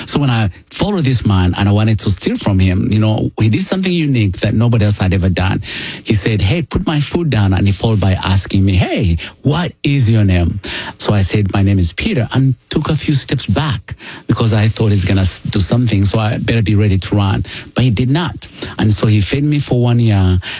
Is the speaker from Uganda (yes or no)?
yes; Uganda; You know, well, I come from Uganda and grew up poor of the poorest.